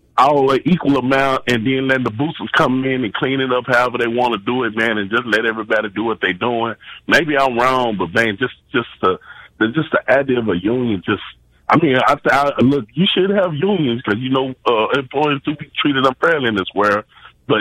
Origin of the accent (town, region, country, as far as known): Tennessee, United States